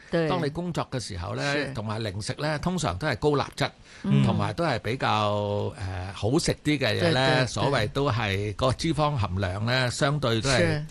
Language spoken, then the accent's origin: Chinese; Guangdong, China; 我们广东话叫做大震